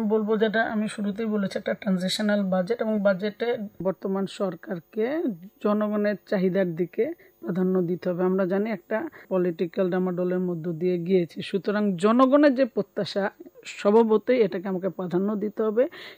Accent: Bangladesh

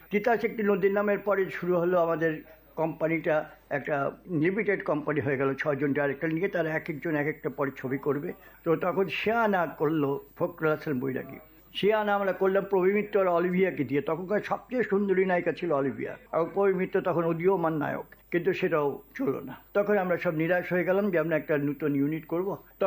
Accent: Narayanganj, Dhaka Division, Bangladesh; born there; also born or lived in Chittagong; শৈশবটা আমার কেটেছে নারায়ণগঞ্জে। নারায়ণগঞ্জে আমি 58 থেকে আছি, তার আগে ছিলাম চিটাগাঙে। চিটাগাঙের মিউনিসিপ্যালিটি হাই স্কুলে আমি ছোটকালে লেখাপড়া করেছিলাম ক্লাস 4 পর্যন্ত।

